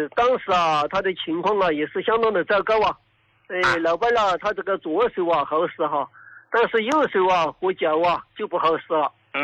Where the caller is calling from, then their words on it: Chongqing, China; 我是重庆的一个听众，听你讲座啊